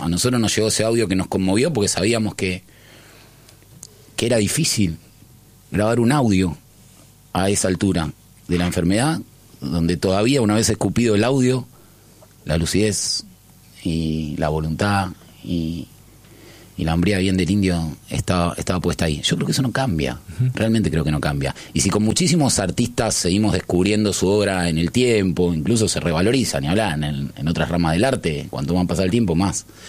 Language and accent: Spanish; Buenos Aires, Argentina; born or raised there